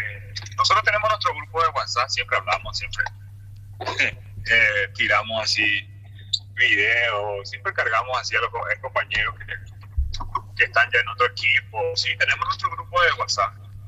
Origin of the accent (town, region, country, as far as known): Paraguay